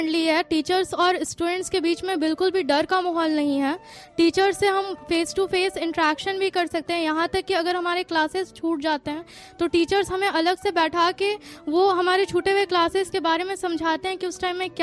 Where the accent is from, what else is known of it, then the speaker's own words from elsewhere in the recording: Patna, Bihar, India; मैं पटना बिहार की हूँ, कंकड़बाग मेरा होम टाउन है।